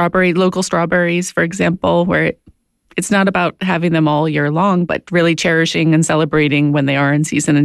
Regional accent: Ohio, United States; now in Denmark; I grew up in Ohio, yes.

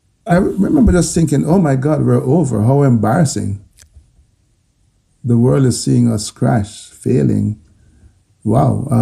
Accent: Jamaica; The fact that we're from Jamaica and have very limited resources and so on does not factor.

